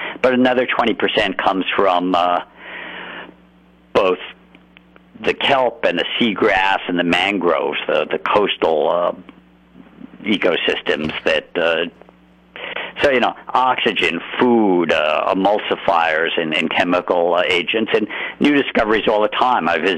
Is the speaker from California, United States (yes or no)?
yes; California, United States; and as a Californian, I mean, we're privileged to live right by them